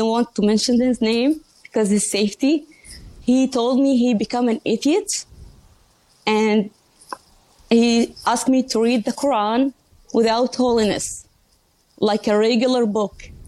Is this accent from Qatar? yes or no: yes; Qatar; I had born and raised in Qatar, and my father is one of the founders of Hamas.